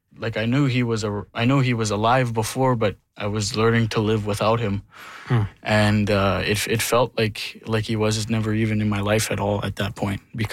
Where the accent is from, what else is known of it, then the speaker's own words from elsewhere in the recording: Rapid Lake, Quebec, Canada; I come from Kitikanzibi in Rapid Lake.